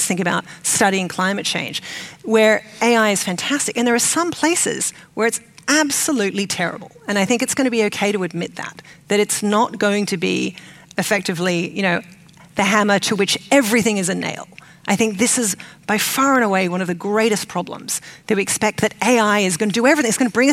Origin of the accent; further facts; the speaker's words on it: Australia; moved away; I grew up in Australia